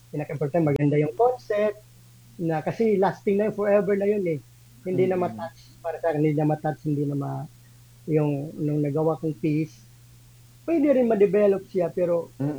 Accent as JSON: {"language": "Tagalog", "region": "Eastern Visayas", "country": "Philippines", "tie": "born or raised there", "moved": "yes", "said": "Kasi doon ako sa probinsya nagsimula eh. Sa Samar, sa hometown ko."}